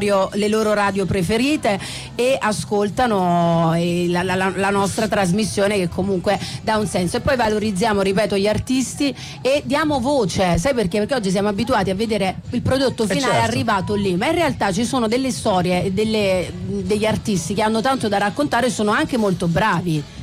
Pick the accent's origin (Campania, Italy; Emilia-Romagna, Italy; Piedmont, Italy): Campania, Italy; gli artisti del mio territorio, del territorio campano napoletano